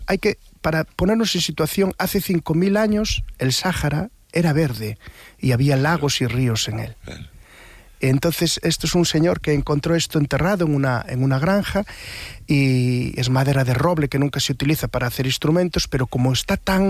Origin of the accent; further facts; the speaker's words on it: Galicia, Spain; a 5 kilómetros solo de mi pueblo, por donde hoy pasa una autovía.